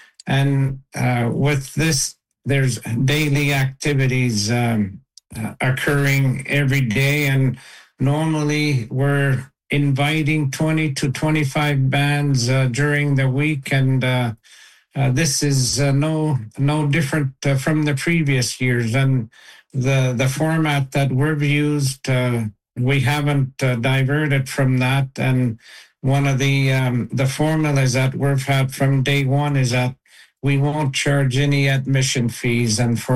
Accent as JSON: {"language": "English", "town": "Kuujjuaq", "region": "Quebec", "country": "Canada", "said": "I'm from Kudjuk, part of the Akpig Jam committee, volunteer committee."}